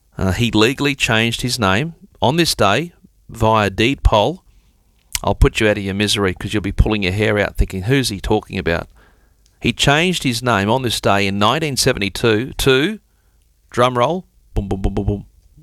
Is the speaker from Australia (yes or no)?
yes; Queensland, Australia; growing up in North Queensland, where in some places the wet season can really turn on the tap